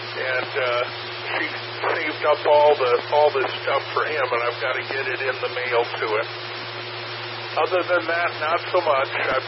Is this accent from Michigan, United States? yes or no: yes; Michigan, United States; moved away as an adult; now in Texas, United States; I grew up in Michigan, but just barely in Michigan, just across the Indiana line, and went to high school in northern Michigan, but I've lived here for almost 50 years in Texas.